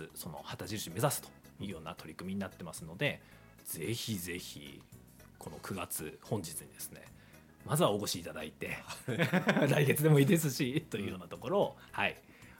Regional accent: Otaru, Hokkaido, Japan; 私は北海道の小樽市出身なんですね

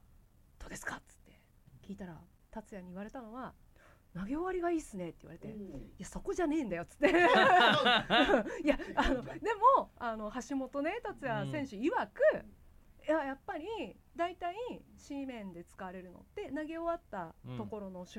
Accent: Tottori, Japan; moved away; 鳥取で生まれ育って野球を好きになってよかった。

